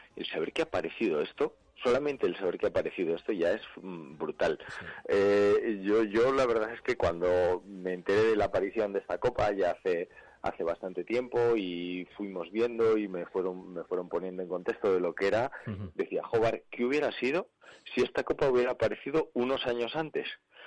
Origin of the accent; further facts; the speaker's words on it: Castile and León, Spain; Que aparezca en Soria es fantástico. Y que aparezca en mi pueblo, pues, ¿qué te voy a contar?